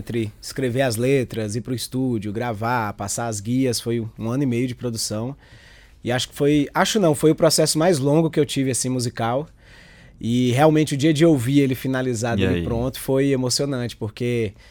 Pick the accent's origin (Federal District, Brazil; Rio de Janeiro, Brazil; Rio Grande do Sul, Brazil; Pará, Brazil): Federal District, Brazil; Ceilândia; porque minha mãe veio pra cá trabalhar... E engravidou de mim aqui. Então eu nasci na Ceilândia